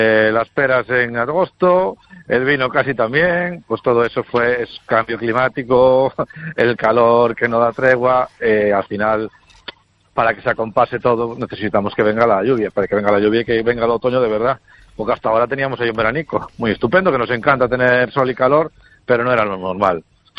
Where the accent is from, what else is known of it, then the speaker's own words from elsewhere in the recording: Galicia, Spain; qué bonita es mi tierra